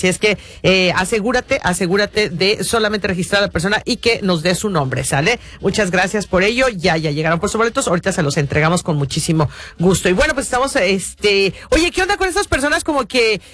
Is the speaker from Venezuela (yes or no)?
no; Mexico; somos mexicanos y muchos mexicanos